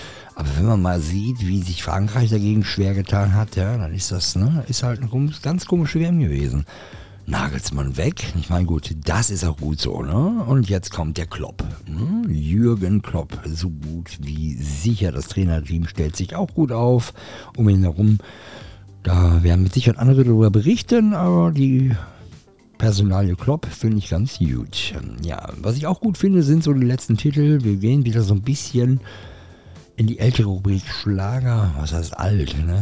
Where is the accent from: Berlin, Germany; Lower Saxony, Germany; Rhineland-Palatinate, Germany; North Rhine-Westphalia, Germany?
North Rhine-Westphalia, Germany; Witten; Ich komme hier aus Witten.